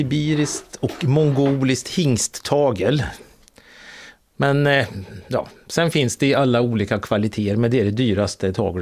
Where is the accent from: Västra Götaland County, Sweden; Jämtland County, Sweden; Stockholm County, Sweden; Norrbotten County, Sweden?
Jämtland County, Sweden; jag är uppvuxen i Jämtland, så då där hade ju alla älghorn hemma i garaget